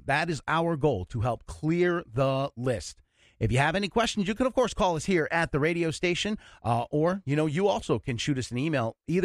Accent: New York, United States; moved away; growing up in New York.

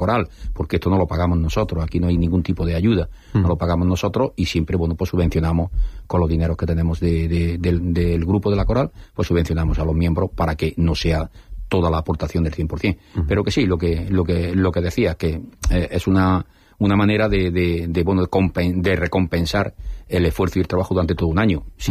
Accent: Linares, Andalusia, Spain; un puñado de linarenses que vamos a estar allí

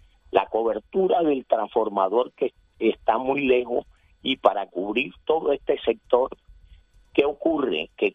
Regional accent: Atlántico, Colombia; moved away; yo una vez me pensioné, me vine a residir acá, porque este es mi pueblo.

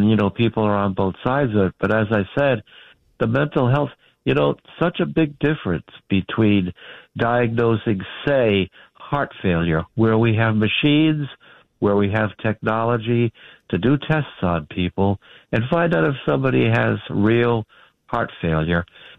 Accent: Massachusetts, United States; now in Maine, United States; people are following it in Maine and in Massachusetts, where I'm from originally.

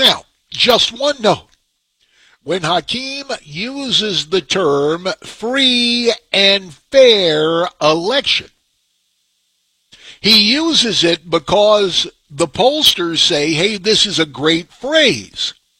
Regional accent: Arizona, United States; my home state of Arizona

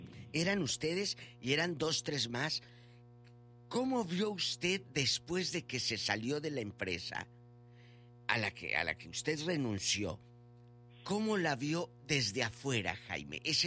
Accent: Chihuahua, Mexico; Decimos en mi tierra, a la torta. Chihuahua.

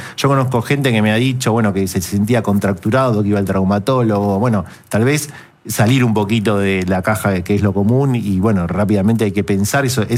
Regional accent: Argentina

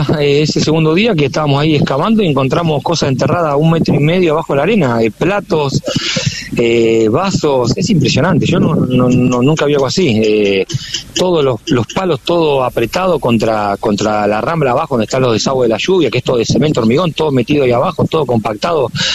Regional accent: Monte Hermoso, Buenos Aires Province, Argentina; Yo soy nacido, creo, acá en Montehermoso, tengo 50 años, me dediqué también a la pesca

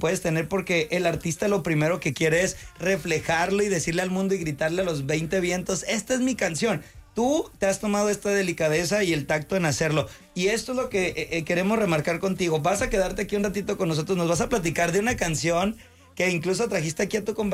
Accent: Tijuana, Baja California, Mexico; cuando somos aquí de TJ

